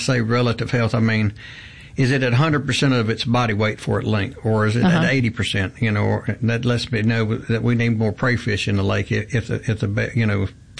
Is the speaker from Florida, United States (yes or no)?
no; Greenville, Mississippi, United States; I was born in Greenville, Mississippi, spent my youth up on Lake Ferguson, moved to Jackson, graduated high school, went to Mississippi College for my undergraduate